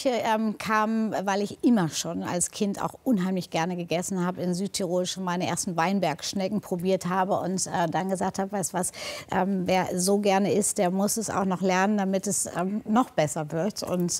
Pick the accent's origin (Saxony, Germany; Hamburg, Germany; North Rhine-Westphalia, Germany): Hamburg, Germany; ich bin ja Hamburgerin, ja. Deswegen Moin Moin, selbstverständlich.